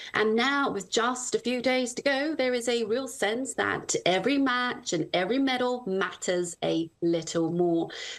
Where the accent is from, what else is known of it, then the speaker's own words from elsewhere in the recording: South Korea; I'm from Korea